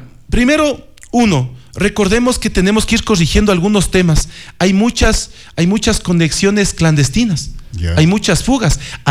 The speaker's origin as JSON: {"language": "Spanish", "town": "Riobamba", "region": "Chimborazo", "country": "Ecuador", "tie": "born there", "said": "en la quinta parroquia de Yaruquí es donde yo nací"}